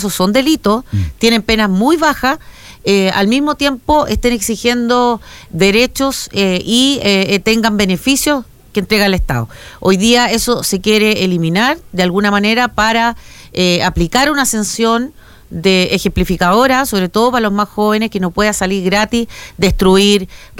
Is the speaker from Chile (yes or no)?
yes; Chile; Que hoy día nosotros como chilenos tenemos derechos, pero también tenemos deberes.